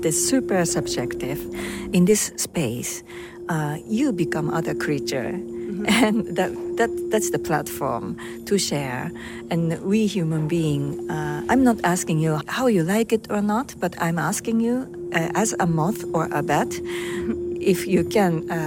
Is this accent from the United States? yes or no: no; Japan; I'm coming from Japan.